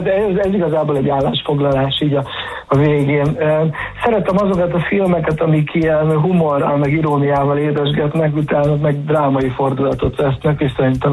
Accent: Hungary; elkezdtem büszke lenni arra, hogy magyar vagyok

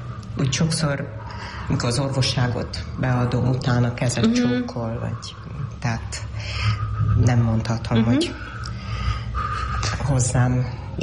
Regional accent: Hungary; Mi magyarok vagyunk, Pali, és Magyarországon élünk, tudod? Hát most ez volt a kérdés, hogy milyen országban élünk, Magyarországon.

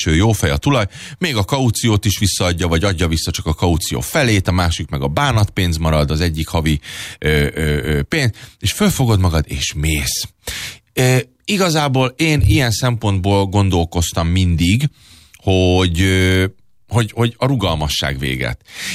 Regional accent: Hungary; És persze tudom, én magyar vagyok, mit akarok itt amerikázni, de én még most se teszek le arról, hogy esetleg valami más városba, vagy netán más országba kapjak munkát.

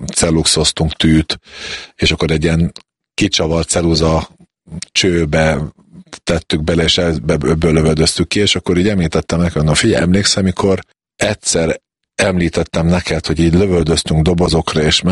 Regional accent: Southern Slovakia, Slovakia; felvidéken, szlovák ajkúak között kellett élni, edzeni, és így kellett bekerülni a szlovák válogatottba is magyarként, ami nem volt egy ideális helyzet

